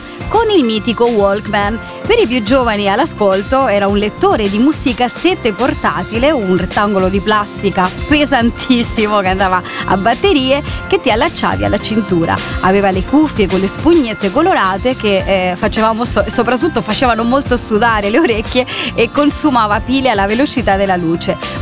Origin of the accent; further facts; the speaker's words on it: Spain; now in Italy; io sono spagnola